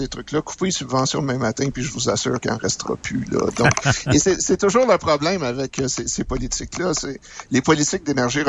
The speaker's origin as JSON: {"language": "French", "region": "Quebec", "country": "Canada", "said": "Ça nous définit en tant que Québécois."}